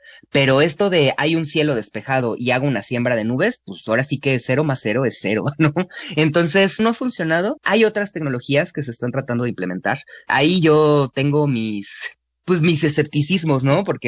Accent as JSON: {"language": "Spanish", "town": "Torreón", "region": "Coahuila", "country": "Mexico", "tie": "born or raised there", "said": "Yo crecí en Torreón, digo, en la ciudad, no tenía nada que ver con el campo de Coahuila"}